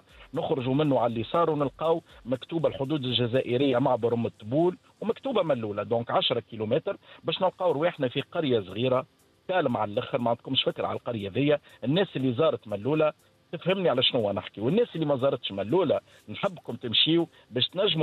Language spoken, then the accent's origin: Arabic; Tunisia; اللي عندنا في تونس